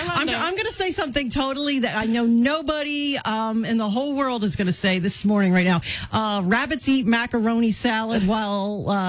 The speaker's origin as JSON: {"language": "English", "town": "Loganton", "region": "Pennsylvania", "country": "United States", "tie": "born there", "also_born_or_lived": "New Jersey", "moved": "yes", "said": "I grew up in Loganton. Part of my life, I grew up in Loganton, New Jersey before that. But Loganton is super beautiful. It's really kind of isolated because the mountains come up on, you know, all along."}